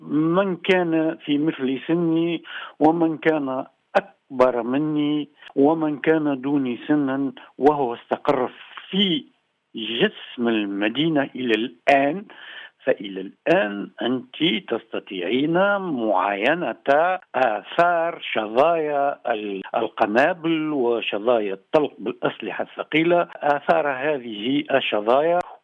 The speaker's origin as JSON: {"language": "Arabic", "town": "Bizerte", "region": "Bizerte Governorate", "country": "Tunisia", "tie": "born or raised there", "said": "أنا من مواليد بنزرت سنة 52 و900 وألف، شهدت وقائع معركة بنزرت وأنا طفل."}